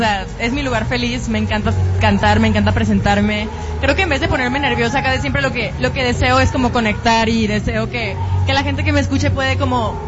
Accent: Ciudad Juárez, Chihuahua, Mexico; Yo soy de Ciudad Juárez, entonces pues siempre tuve como ese acercamiento mucho con Estados Unidos por la frontera.

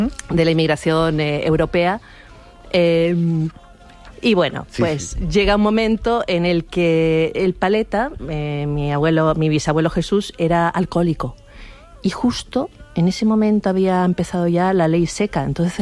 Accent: Chile; born there; Sí, bueno, yo nací en Chile, mi madre es chilena, hija de todas las mezcolanzas de ahí de Chile, ¿no? Y mi padre es español.

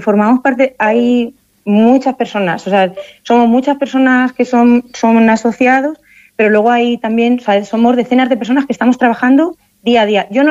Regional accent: Castile and León, Spain; yo soy de Castilla y León y tú eres de Castilla-La Mancha.

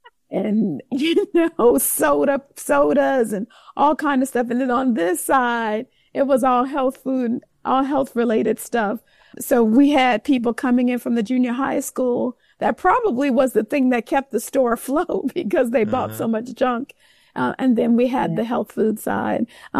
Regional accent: Gary, Indiana, United States; We grew up in Indiana, Gary, Indiana, with just not in the best situation. We grew up poor

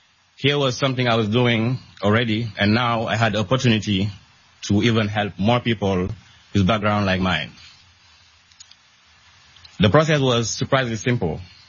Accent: Senegal; English is a second language; now in New York City, United States; 9 years ago, I moved to New York City from Senegal. I worked in retail, driven a cab, driven rideshare, and worked in security.

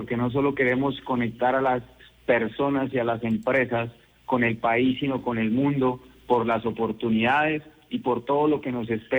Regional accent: Santander, Colombia; yo porque soy orgulloso santandereano

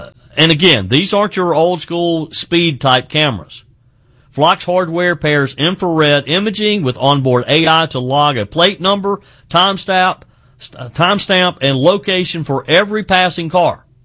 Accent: South Carolina, United States; in my home state of South Carolina

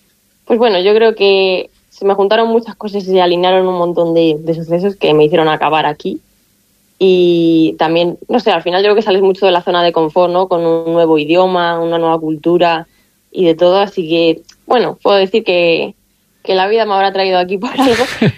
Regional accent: Ávila, Castile and León, Spain; moved away; Quiero estar en España, quiero estar en Ávila, porque para algo soy abulense y demás, aunque esté aquí ahora en esta etapa de mi vida.

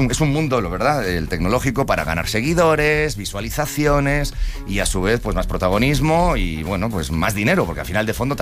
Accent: Santiago de Compostela, Galicia, Spain; Ayer en mi tierra, en Santiago, 36 grados.

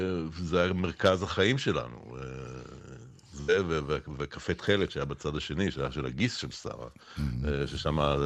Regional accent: Tel Aviv, Tel Aviv District, Israel; moved away as an adult; now in Herzliya, Israel; אני התרחקתי מתל אביב, אני גר בהרצליה

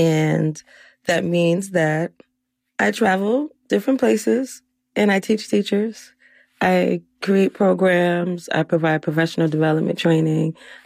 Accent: New York, United States; born or raised there

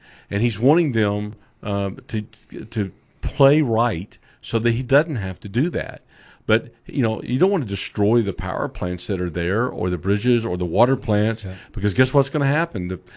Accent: United States; We've got a great country. I love being an American. I love our country.

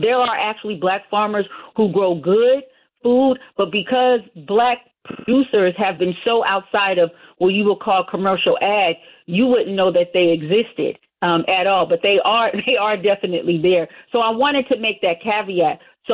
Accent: Los Angeles, California, United States; also born or lived in Louisiana; I'm from Los Angeles. So in the summer times, I used to go to my grandmother's house

